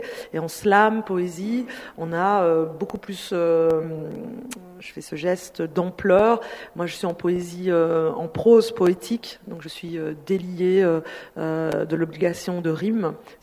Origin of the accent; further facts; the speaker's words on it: Belgium; Donc, moi, je suis belge d'origine congolaise